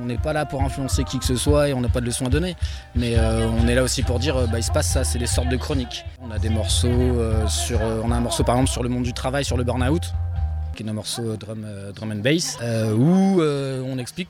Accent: Compiègne, Hauts-de-France, France

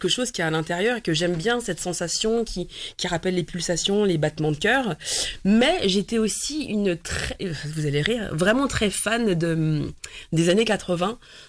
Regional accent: Paris, Île-de-France, France; born there; je suis née à Paris. Je suis née à Paris dans le 15e.

